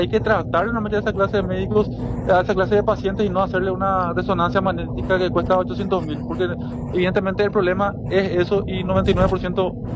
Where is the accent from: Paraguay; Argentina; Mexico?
Paraguay; yo como paraguayo